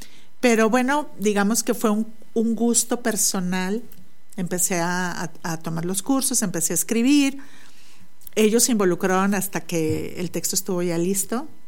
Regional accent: Nuevo Laredo, Tamaulipas, Mexico; now in Río Bravo, Mexico; soy oriunda de Nuevo Laredo

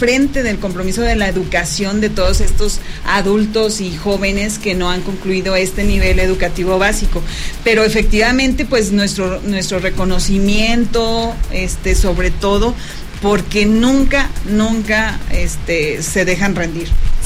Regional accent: Fresnillo, Zacatecas, Mexico; De Fresnillo, gracias a Dios, Fresnillo.

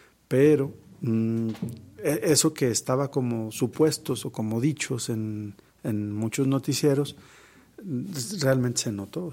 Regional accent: Mexico; Todos somos mexicanos

